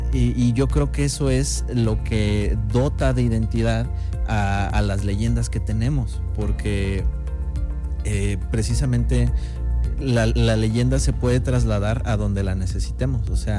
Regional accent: Mexico; Los mexicanos somos valientes, los mexicanos somos aventados

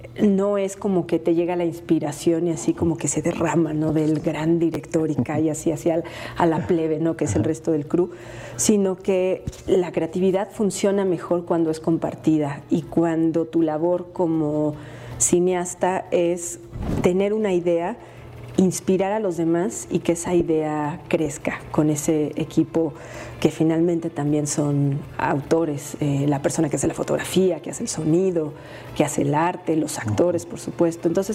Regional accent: Guanajuato, Mexico; moved away; siendo de Guanajuato. Yo creo que a lo mejor eso pasa a la gente que no nacimos en la Ciudad de México

